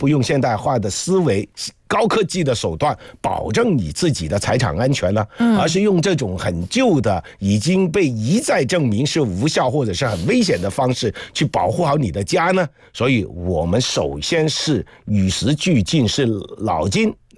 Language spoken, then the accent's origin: Chinese; Guangdong, China; 我们广东人